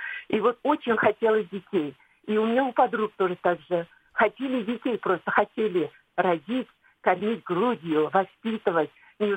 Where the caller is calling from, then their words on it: Kazan, Tatarstan, Russia; Я из Казани звоню.